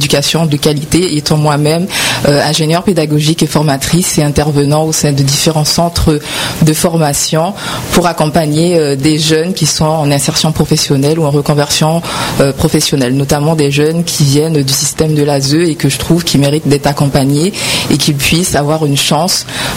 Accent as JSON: {"language": "French", "country": "French Guiana", "said": "je suis guyanaise."}